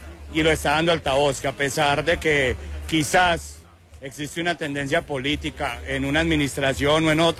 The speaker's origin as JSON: {"language": "Spanish", "town": "Medellín", "region": "Antioquia", "country": "Colombia", "tie": "born or raised there", "said": "los que nacimos en Medellín, en la Medellín violenta, los 90"}